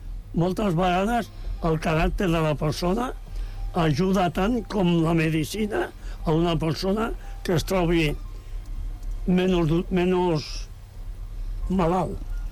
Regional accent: Sant Adrià de Besòs, Catalonia, Spain; now in Badalona, Spain; jo soc de Sant Adrià.

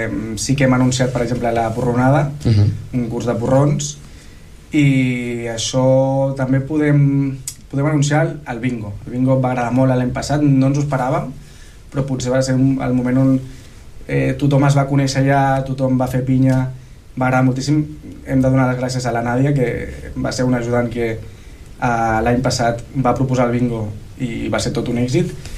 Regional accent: Tordera, Catalonia, Spain

